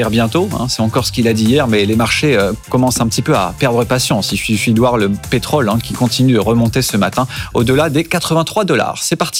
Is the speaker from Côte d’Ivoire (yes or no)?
no; France; Et puis chez nous, en France, on a eu les chiffres de l'INSEE en ce qui concerne le taux de chômage en France.